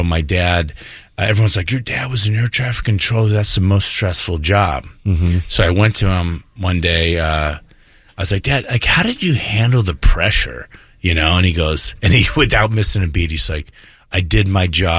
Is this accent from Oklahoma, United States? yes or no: yes; Oklahoma, United States; born there; So I was born in Oklahoma, actually, so because he was teaching, and he'd have to move up and all around.